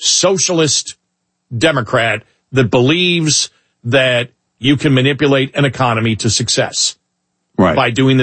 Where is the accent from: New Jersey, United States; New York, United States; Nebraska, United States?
New York, United States; Buffalo; somebody who grew up in Buffalo, where the temperature probably now is 75 degrees